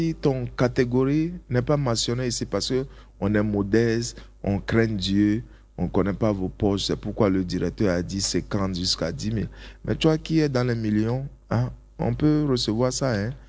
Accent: Ghana; Je suis venu du Ghana avec mes enfants.

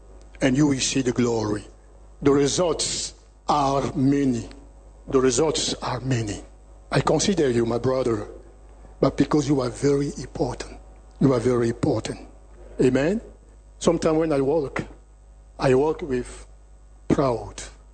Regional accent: Côte d’Ivoire; now in United States; I am a citizen of Ivory Coast. I am also a citizen of the United States of America. Because I am an American. I came from Virginia, the state of Virginia.

